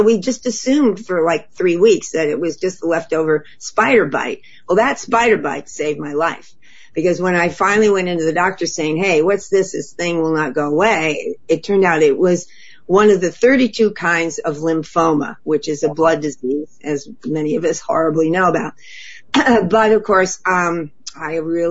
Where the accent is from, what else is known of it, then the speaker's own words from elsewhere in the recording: Los Angeles, California, United States; now in Sausalito area, San Francisco Bay, United States; I grew up in Hollywood.